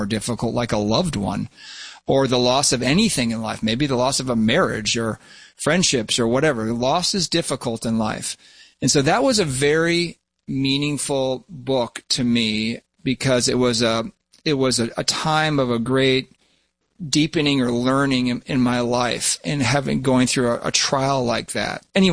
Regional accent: Minnesota, United States; born or raised there

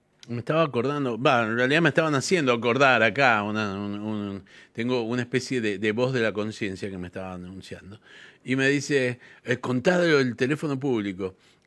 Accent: Mendoza, Argentina; Mirá, vengo de Mendoza, Argentina.

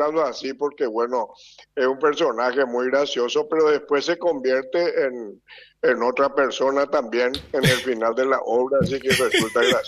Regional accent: Corrientes, Argentina; nosotros somos del lado del Paraná, digamos … del lado del Paraná

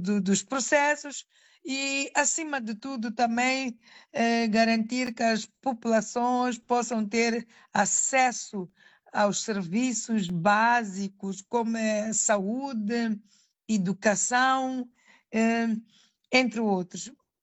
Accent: Mozambique; para cada um de nós, enquanto moçambicanos.

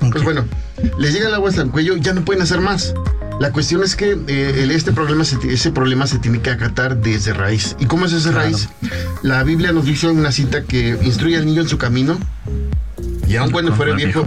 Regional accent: Naucalpan, State of Mexico, Mexico

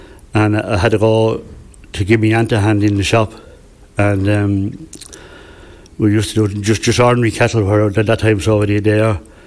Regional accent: Leinster, Ireland; Born in a place called Millview, Killane, and my mother and father had four of us, three boys and one girl.

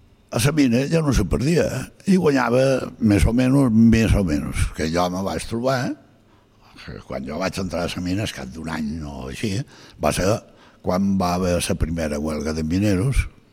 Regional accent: Galicia, Spain; moved away as an adult; now in Mallorca, Spain; jo la mà la vaig veure per primera vegada quan vaig venir aquí, perquè jo som del centre de Galícia. I clar, no teníem mar

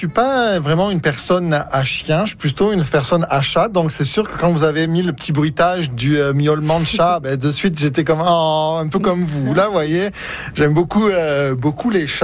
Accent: France; Mais ouais, en tant que Français, je pense que on a une vision un peu romantique du raton laveur

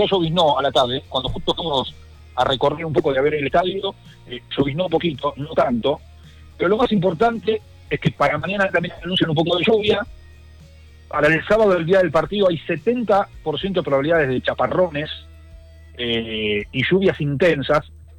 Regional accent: Argentina; en nuestro país, hablo en Argentina en este caso

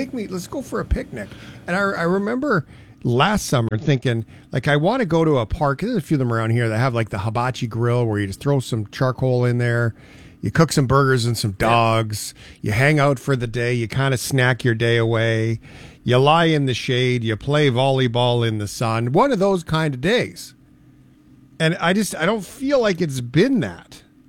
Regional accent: Canada; as a Canadian

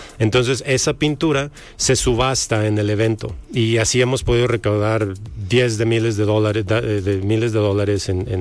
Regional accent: Guadalajara, Jalisco, Mexico; moved away as an adult; now in San Diego, United States; Así es, nacido y crecido aquí en Guadalajara.

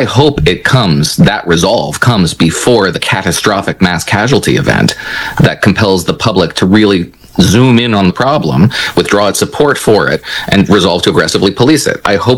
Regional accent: New Jersey, United States; Well, I grew up in Western New Jersey. I'm actually about 10 minutes away from my home that I grew up in as a kid

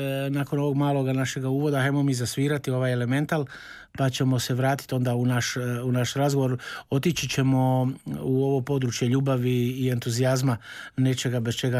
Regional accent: Rijeka, Primorje-Gorski Kotar County, Croatia; born there; Ja sam rođeni Riječanin

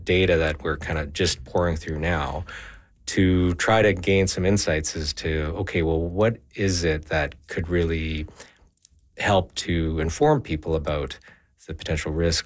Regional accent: Saskatchewan, Canada; I grew up in Saskatchewan playing hockey

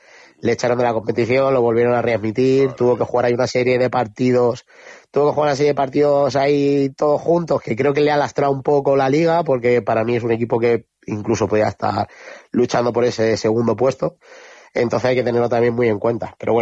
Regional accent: Puertollano, Castilla-La Mancha, Spain; yo que soy aquí de Puerto Llano

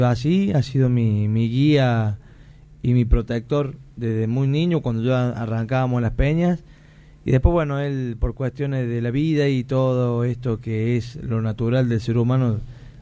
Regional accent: Argentina; después de salir del Colegio Sarmiento, donde soy de Barrio San Vicente.

